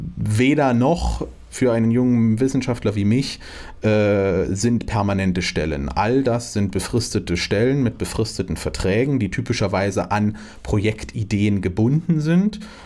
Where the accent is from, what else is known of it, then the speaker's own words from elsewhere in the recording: Cottbus, Brandenburg, Germany; born there; moved away; Ich bin nicht in Finsterwalde zur Schule gegangen, sondern ich bin in Cottbus zur Schule gegangen